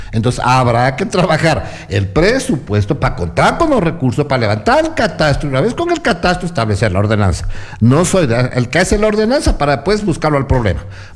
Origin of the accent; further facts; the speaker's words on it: Loja, Ecuador; Yo soy del sur, hermano. Soy sureño, ¿qué le pasa? Como dicen ahora los candidatos, yo soy de Los Molinos